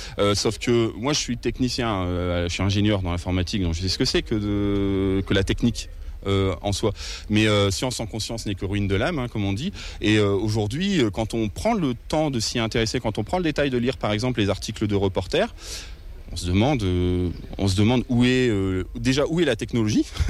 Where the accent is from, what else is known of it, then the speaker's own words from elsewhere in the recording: Oisy-le-Verger, Hauts-de-France, France; also born or lived in Douai; Moi, je suis né ici, enfin, je suis pas né ici, je suis né à Douai, mais j'ai fait de 6 ans à 22 ans Oisil-Verger, j'ai habité ici, donc je connais bien, c'est ma coin, comme on dit.